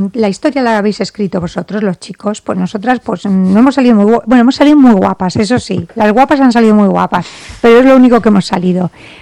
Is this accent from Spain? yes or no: yes; Spain; siendo española